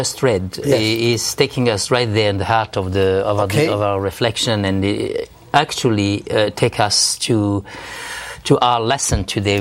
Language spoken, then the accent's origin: English; Algeria; I was born in the south. I was born in Algeria, in a Mediterranean country, when it was a French colony at that time.